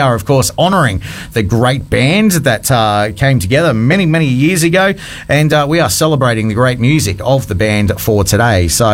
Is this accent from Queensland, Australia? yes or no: yes; Queensland, Australia; Well, I'm a Queenslander